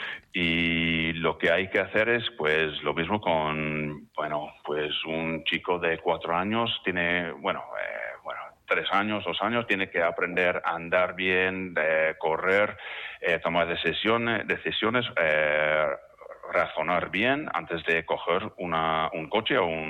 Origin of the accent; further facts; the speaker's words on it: Ireland; Spanish is a second language; Yo, por ejemplo, yo a veces soy extranjero, yo soy de Irlanda